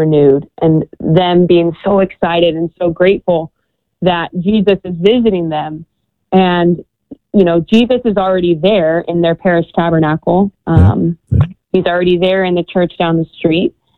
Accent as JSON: {"language": "English", "town": "Indianapolis", "region": "Indiana", "country": "United States", "tie": "born or raised there", "said": "the National Eucharistic Congress was happening near my hometown in Indianapolis."}